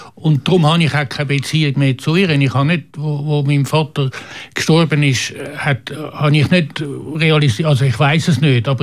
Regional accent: Küsnacht, Zurich, Switzerland; Also, wir sind in Küsnacht aufgewachsen, in Küsnacht-Goldbach, bürgerlichen Milieu.

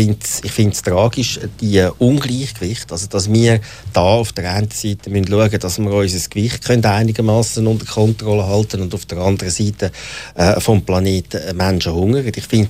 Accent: Switzerland; Doch, das habe ich schon. Aber ich glaube, es ist nicht sinnvoll, wenn man als Schweizer Politiker...

